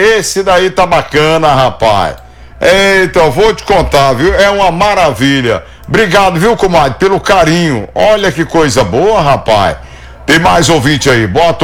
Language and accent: Portuguese; Bacabal, Maranhão, Brazil; lá da minha cidade, não? Bacabal